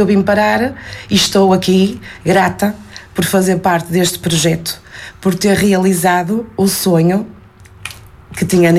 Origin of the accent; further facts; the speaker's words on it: Santa Maria de Lamas, Aveiro, Portugal; now in Lourosa, Portugal; Eu sou natural de Santa Maria de Lamas, embora esteja a residir em Lourosa.